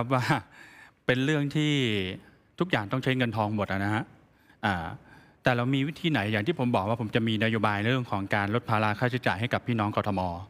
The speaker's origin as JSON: {"language": "Thai", "region": "Bangkok", "country": "Thailand", "tie": "born or raised there", "said": "ผมเกิดที่กรุงเทพโตที่กรุงเทพ"}